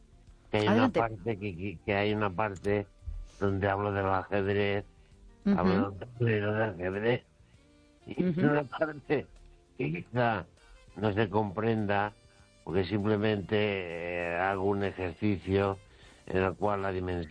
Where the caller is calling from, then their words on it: Ourense, Galicia, Spain; de Orense.